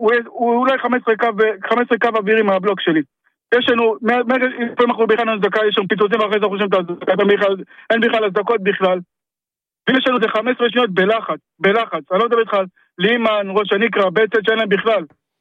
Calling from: Nahariya, Northern District, Israel; אני גר בנערי

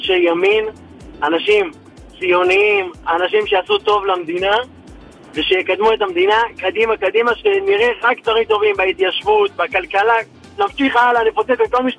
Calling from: Jerusalem, Jerusalem District, Israel; בגילו, בדיוק נכנס לירושלים.

